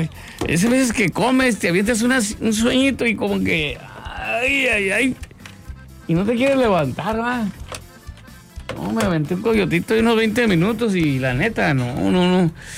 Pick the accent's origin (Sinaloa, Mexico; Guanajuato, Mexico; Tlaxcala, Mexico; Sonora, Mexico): Sonora, Mexico; Guaymas; Así somos la gente de Guayma, wey. No se nos nota la edad, y la buena vida que nos damos, seguro.